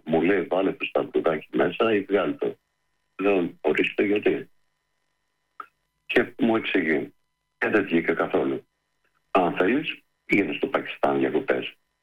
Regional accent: Hamburg, Germany; να του πω ότι έμενα 12 μεγάλωσα στο Αμβούργο από το 1990 μέχρι το 2001 περίπου.

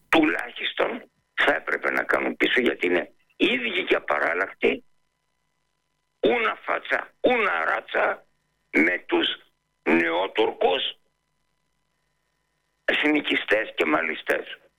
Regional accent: Greece; accent: Pontic; Εγώ στο σπίτι έμαθα να μιλάω ποντιακά.

